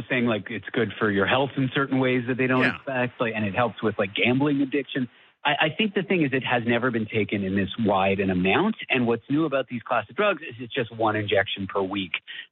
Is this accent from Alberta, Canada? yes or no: no; Toronto, Ontario, Canada; I'm from Toronto.